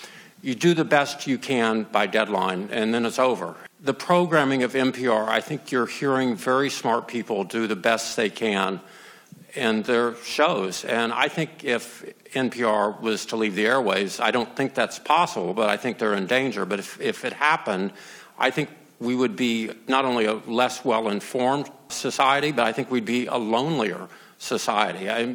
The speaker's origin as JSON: {"language": "English", "region": "Georgia", "country": "United States", "tie": "born or raised there", "said": "I grew up in Georgia, and I worked for the Atlanta Journal and Constitution magazine when I was a kid"}